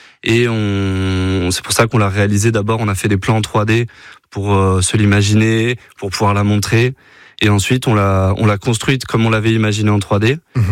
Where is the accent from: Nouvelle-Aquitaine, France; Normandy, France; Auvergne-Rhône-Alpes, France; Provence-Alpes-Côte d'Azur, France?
Nouvelle-Aquitaine, France; Poitiers; Oui, je suis né à Poitiers, j'ai fait mon collège et mon lycée à Poitiers, et ma femme est poitevine, mon frère est poitevin, toute ma famille est poitevine.